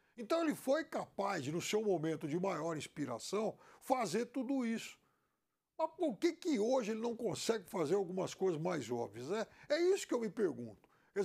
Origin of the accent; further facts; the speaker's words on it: Araçatuba, São Paulo, Brazil; eu nasci em Araçatuba, e Araçatuba antigamente era conhecida como a terra do boi gordo e tal, né?